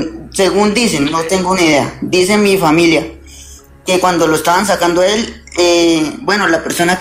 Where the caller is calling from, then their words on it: Bogotá, Colombia; Me comunico desde Bogotá.